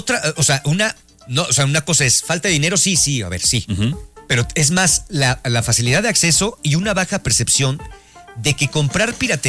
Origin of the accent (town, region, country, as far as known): Mexico